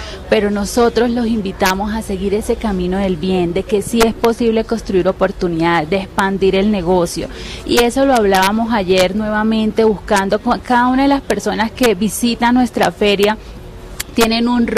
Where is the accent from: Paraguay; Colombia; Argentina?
Colombia; Ocaña, Norte de Santander; Bueno, les quiero contar de mi tierra, de Ocaña. Soy de Ocaña, una norte de Santander, orgullosa de esa tierra.